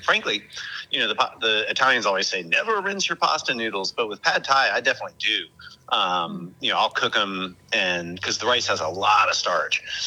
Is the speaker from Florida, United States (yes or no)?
yes; Jacksonville, Florida, United States; I grew up here in Jacksonville, Florida. You know, this is not truly the Deep South, but it's, you know, it's pretty cracker here.